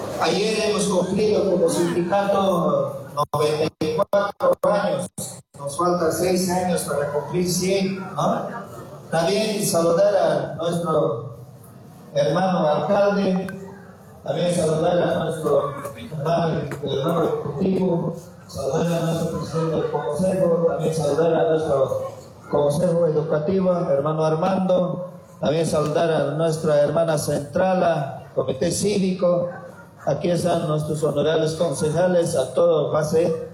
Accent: Cochabamba, Bolivia

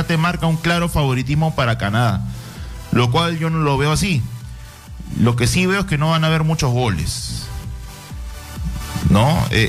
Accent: Uruguay; Le voy a responder como uruguayo

